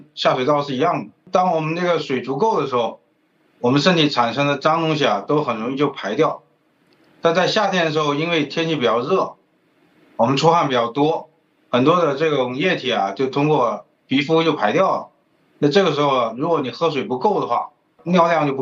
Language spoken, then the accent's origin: Chinese; southern China, China; 我们作为一个南方人，这个上火是最典型的一个大家说的一个问题。